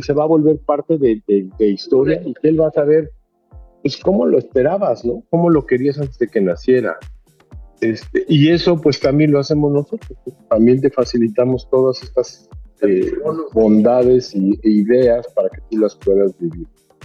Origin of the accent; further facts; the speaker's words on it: Mexico; nos vendemos todos como mexicanos